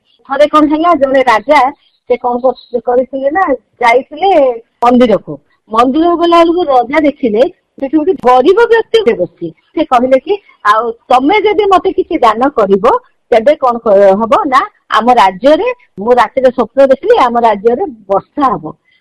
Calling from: Jagatsinghpur, Odisha, India

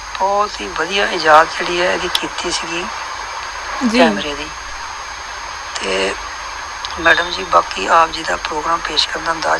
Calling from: Amritsar, Punjab, India

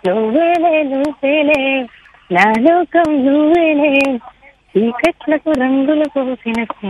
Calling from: Bhimavaram, Andhra Pradesh, India; నేను భీమవరం నుంచి మాట్లాడుతున్నాను.

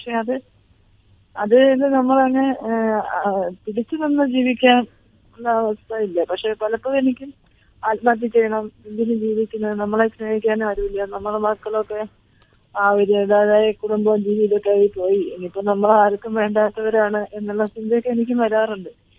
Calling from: Kerala, India; നെടുങ്ങാട്ടിൽ നിന്നാണ്.

